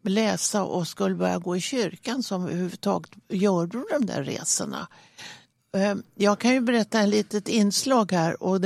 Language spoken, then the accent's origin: Swedish; Trollbäcken, Stockholm County, Sweden; Ja, jag är ju uppvuxen på Gärdesvägen.